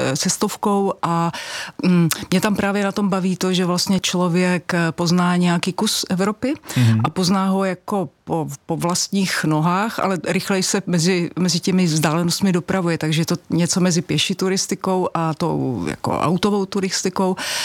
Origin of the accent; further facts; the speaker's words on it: South Moravian Region, Czechia; Já jsem nížiny typ, já jsem děvče z Jižní Moravy, takže mě jakýkoliv kopec prostě trošku jako irituje.